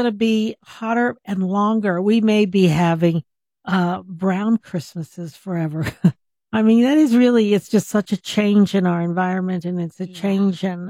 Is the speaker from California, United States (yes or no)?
no; Albuquerque, New Mexico, United States; I grew up here in Albuquerque